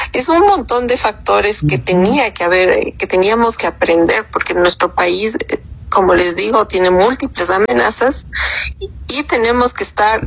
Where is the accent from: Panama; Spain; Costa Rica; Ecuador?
Ecuador; es la hora en la que nosotros tenemos que empezar a ver como ecuatorianos